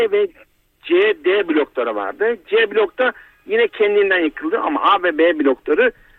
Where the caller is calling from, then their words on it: Istanbul, Turkey; İstanbul'dan.